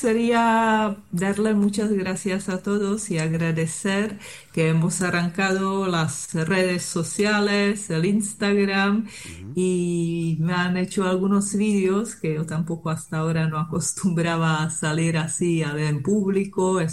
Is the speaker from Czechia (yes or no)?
yes; Czechia; moved away as an adult; now in Chile; me han hecho ilusión aquí escucharlos en Chile, en un sitio tan lejano de mi tierra.